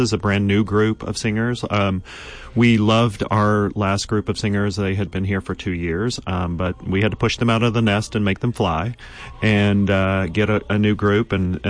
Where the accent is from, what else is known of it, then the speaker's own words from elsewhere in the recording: Mississippi, United States; moved away; I grew up in Mississippi, so some of these are, you know, these Cajun names are a little hard for me.